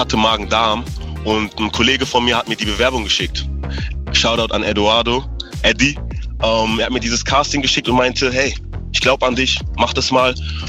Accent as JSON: {"language": "German", "town": "Münster", "region": "North Rhine-Westphalia", "country": "Germany", "tie": "born or raised there", "said": "Ja, ich bin in Münster geboren. Ich wurde in der UKM geboren und bin Münsteraner since day one."}